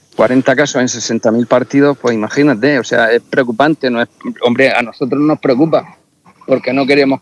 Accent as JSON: {"language": "Spanish", "town": "Totana", "region": "Region of Murcia", "country": "Spain", "said": "Totana, como que yo soy de Totana, por ponerte un ejemplo"}